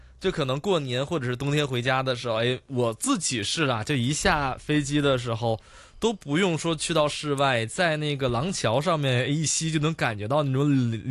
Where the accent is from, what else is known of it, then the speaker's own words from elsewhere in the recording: Liaoning, China; moved away; 大家都知道这个我是辽宁人嘛